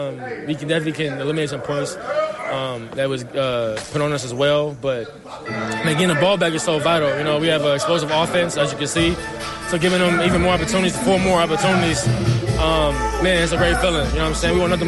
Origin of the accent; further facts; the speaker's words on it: Cincinnati, Ohio, United States; playing football over there growing up in College Hill over there across Aiken High School